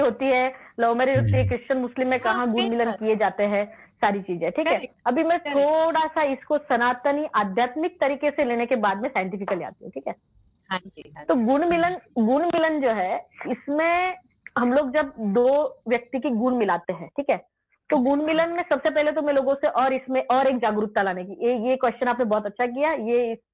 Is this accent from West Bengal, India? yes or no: no; Nashik, Maharashtra, India; born there; मेरा जन्म नासिक में हुआ है